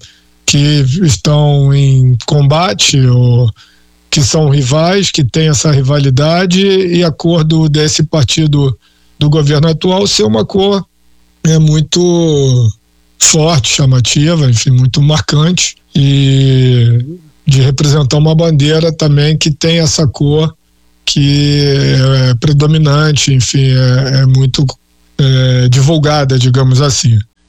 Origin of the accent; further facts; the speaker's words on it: Brazil; Todos somos brasileiros